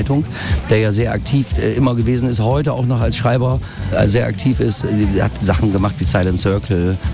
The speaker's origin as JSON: {"language": "German", "country": "Germany", "tie": "born or raised there", "said": "Ich bin in Deutschland aufgewachsen."}